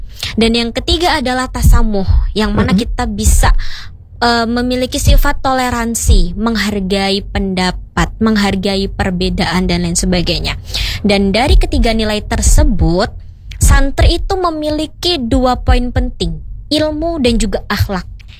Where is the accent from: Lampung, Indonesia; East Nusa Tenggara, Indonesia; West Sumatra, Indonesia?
Lampung, Indonesia; Jadi Haula Benazir itu titik pusatnya ada di Lampung, karena saya sendiri dari Lampung ya.